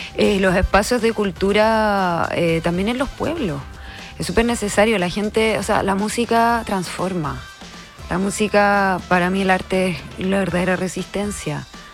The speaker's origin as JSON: {"language": "Spanish", "region": "Valparaíso", "country": "Chile", "lives_now": "Papudo, Chile", "said": "Bueno, yo soy en teoría de Valparaíso, pero vivo en Papudo."}